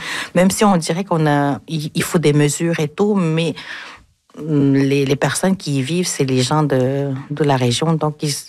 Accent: Quebec, Canada; vu que je suis Innu de Nautarkoan, le territoire, c'est quelque chose qui est très important pour nous.

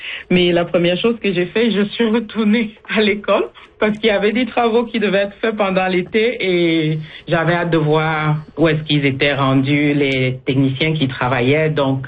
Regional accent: Bafoussam, West, Cameroon; déplacement au Cameroun, en Afrique, où j'ai eu le plaisir de passer quelques temps avec ma famille dans ma ville natale à Bafoussam.

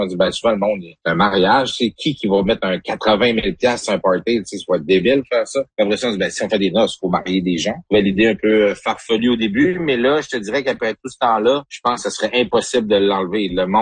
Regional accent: Chicoutimi, Quebec, Canada; moi, je viens de Choutimi, toute ma famille est ici

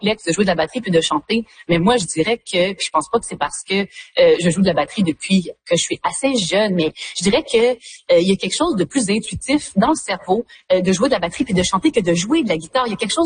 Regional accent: Quebec, Canada; moved away as an adult; also born or lived in Yukon; je mets beaucoup en valeur finalement mes racines, puis le Québec, puis de où je viens, puis cette dualité géographique, donc aussi culturelle, identitaire, qui m'habite, qui m'a toujours habité finalement depuis que je suis partie du Québec en 2007

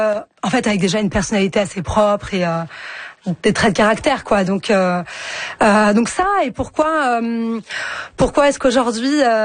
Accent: France

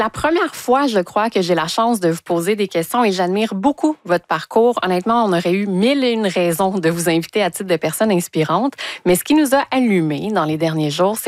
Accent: Farnham, Quebec, Canada; Moi, je viens de Farnham. Nous, on dit Frélich.

